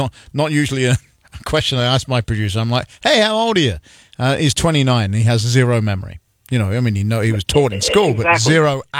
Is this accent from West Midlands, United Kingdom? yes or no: no; London, United Kingdom; moved away; I'm a Londoner originally, right? You know, I grew up, I'm a kid crossing London on the tube.